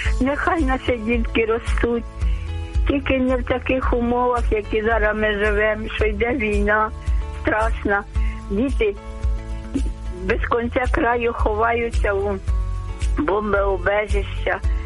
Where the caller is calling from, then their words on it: Kyiv, Ukraine; я з Києва, з Оболоні.